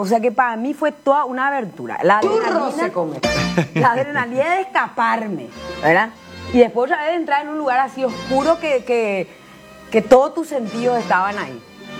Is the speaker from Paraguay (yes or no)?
yes; Paraguay; born there; Cuando yo nací en Paraguay.